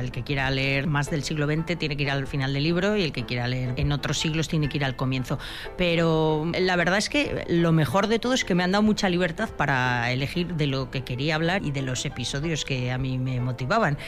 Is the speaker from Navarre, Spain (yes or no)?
yes; Peralta, Navarre, Spain; El otro día estaba en Peralta, que es mi pueblo, en Navarra